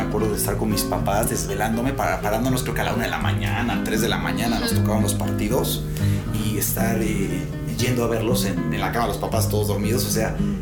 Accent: Tehuacán, Puebla, Mexico; no solo como tehuacaneros, sino también como mexicanos

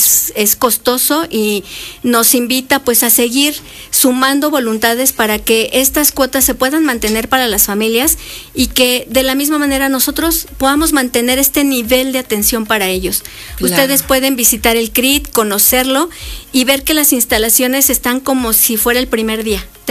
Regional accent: Mexico; juntos como mexicanos

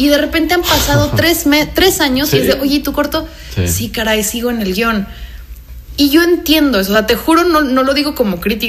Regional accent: Mexico; Bueno, yo soy mexicana, orgullosísima de serlo, pero tengo origen, entre otros, también francés e italiano.

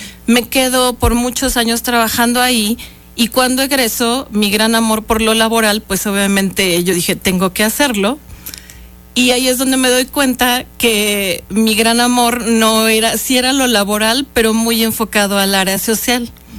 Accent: Puebla, Mexico; also born or lived in Mexico City; pues sí, llegué muy chica, 8 o 9 años, ya digo que yo soy poblana adoptada, entonces, pero o sea, nací en Ciudad de México.

